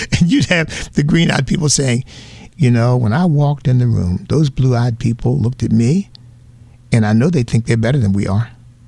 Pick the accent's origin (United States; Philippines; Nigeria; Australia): United States; I'm an American